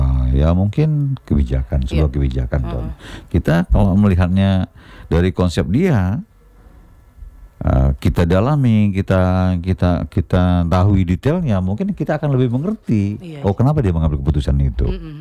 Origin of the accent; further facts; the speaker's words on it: Sumatra, Indonesia; moved away; Saya orang Sumatera, istri saya orang Sumatera.